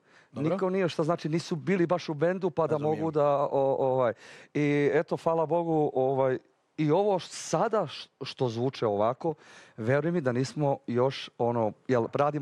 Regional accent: Stari Bar, Bar Municipality, Montenegro; Ja sam iz Starog Vara, tako da smo 70 km udaljeni.

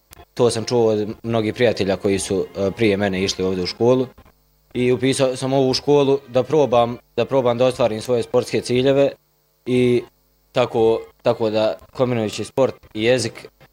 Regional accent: East Sarajevo, Republika Srpska, Bosnia & Herzegovina; dolazim iz Istočnog Sarajeva.

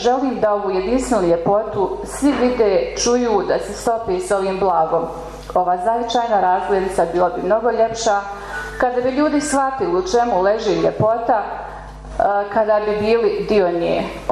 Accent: Neretvica, Federation of Bosnia and Herzegovina, Bosnia & Herzegovina; Moj zavičaj, moja Neretvica, bogata je kulturnim i prirodnim bogatstvima, prije svega dobrim ljudima.

